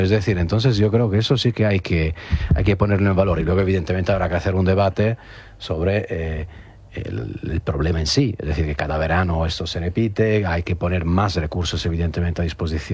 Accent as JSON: {"language": "Spanish", "country": "Italy", "second_language": "Spanish", "moved": "yes", "lives_now": "Spain", "said": "siempre pienso también en mi país, en Italia."}